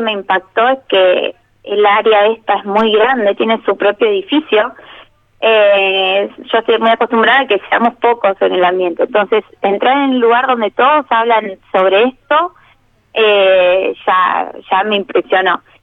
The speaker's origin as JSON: {"language": "Spanish", "town": "Bahía Blanca", "region": "Buenos Aires Province", "country": "Argentina", "said": "yo soy de acá, de Bahía Blanca."}